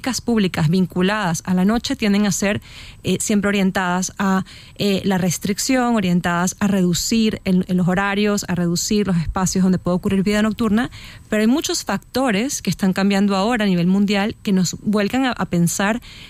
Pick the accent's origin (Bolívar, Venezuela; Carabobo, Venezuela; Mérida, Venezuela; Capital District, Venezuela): Capital District, Venezuela; Caracas; yo soy de Venezuela y en Venezuela empecé a estudiar la importancia de la noche como espacio para socializar, ¿no? Habiendo crecido en Caracas, que era una ciudad muy, muy peligrosa